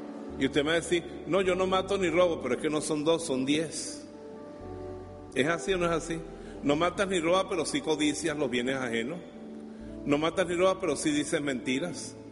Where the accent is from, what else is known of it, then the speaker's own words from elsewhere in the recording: Valencia, Carabobo, Venezuela; viniendo a mi tierra, a Valencia